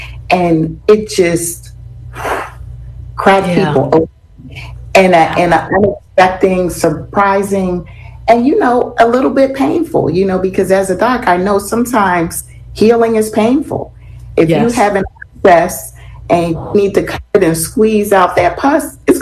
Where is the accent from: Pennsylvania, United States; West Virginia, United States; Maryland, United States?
Pennsylvania, United States; Philadelphia; I was always talking about growing up in Philly, growing up in North Philly